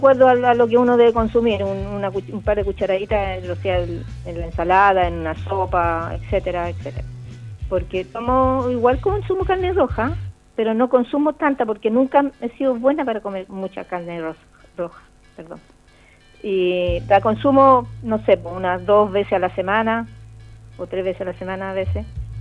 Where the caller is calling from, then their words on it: Quilpué, Valparaíso, Chile; De Quilpué.